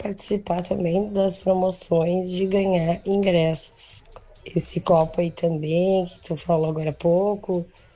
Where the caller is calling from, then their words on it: Sapucaia do Sul, Rio Grande do Sul, Brazil; eu sou do Rio Grande do Sul, tá. Sapucaia, região metropolitana de Porto Alegre.